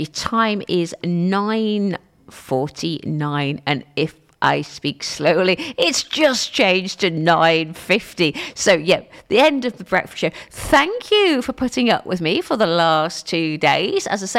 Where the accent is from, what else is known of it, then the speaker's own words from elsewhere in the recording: London, United Kingdom; accent: London; now in Stoke-on-Trent, United Kingdom; see, that's my London accent when I keep saying last. My default is last instead of last. Hopefully, I think I've been down in London, back in the Stoke-on-Trent area for 9 years coming up in August.